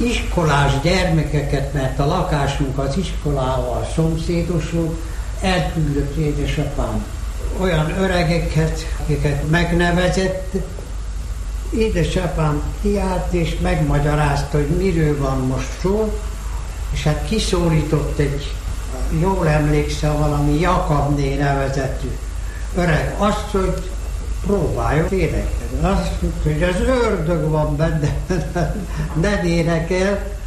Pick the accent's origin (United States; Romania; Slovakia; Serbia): Romania; Mureș County; Erdélyben, Maros-Székely jobbágyterkén születtem, kisdiák koromban. Maros-Vásárhelyen jártam gimnáziumba